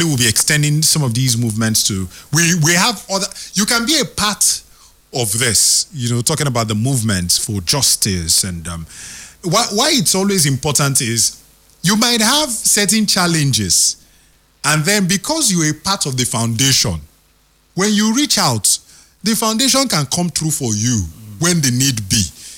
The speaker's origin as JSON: {"language": "English", "country": "Nigeria", "also_born_or_lived": "Rivers State / Delta State / Imo State", "said": "We are one Nigerian, so, but we have roots everywhere."}